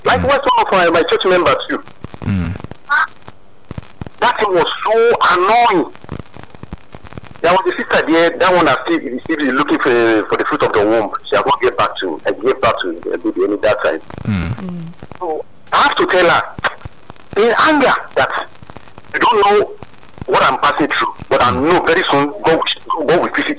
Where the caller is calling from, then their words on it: Enugu State, Nigeria; from Ijuota, Enugu State.